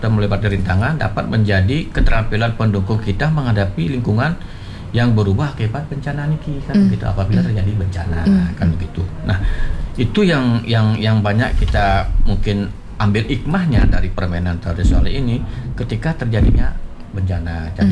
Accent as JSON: {"language": "Indonesian", "region": "Bali", "country": "Indonesia", "said": "Kita orang Bali, kita memiliki warisan budaya yang tak benda"}